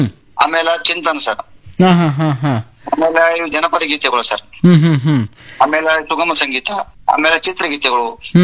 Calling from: Arjunagi, Karnataka, India; Afzalpur ತಾಲೂಕ ಅರ್ಜುನಿಗೆ ಕುಗ್ರಾಮ್ sir.

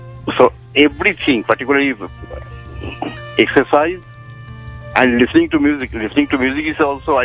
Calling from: Kolkata, West Bengal, India; I'm from Bihala.

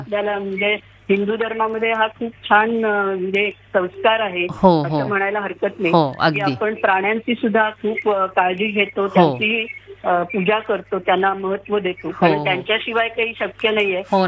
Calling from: Mumbai, Maharashtra, India; बोलते खार.

